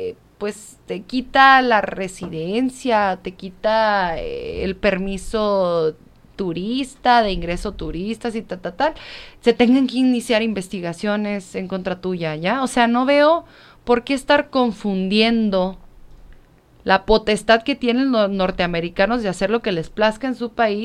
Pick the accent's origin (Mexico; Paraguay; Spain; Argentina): Mexico; Porque yo soy mexicana, porque quiero servirle al pueblo de México